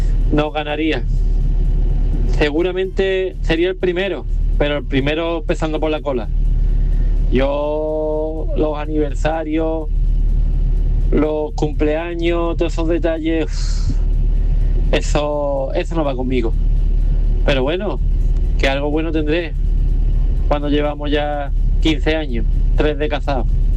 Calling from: Los Barrios, Andalusia, Spain; de los Barrios.

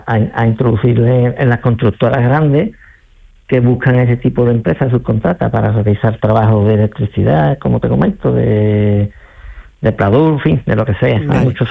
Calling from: Jerez de la Frontera, Andalusia, Spain; De aquí, de Jerez.

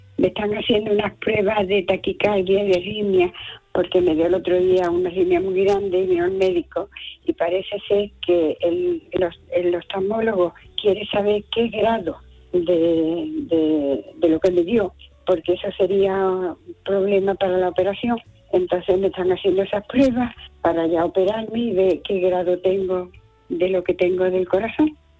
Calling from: San Fernando, Andalusia, Spain; de San Fernando

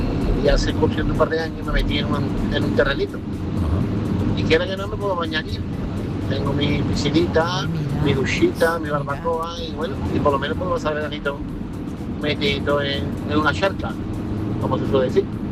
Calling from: Seville, Andalusia, Spain; Buenas tardes. … de Sevilla.

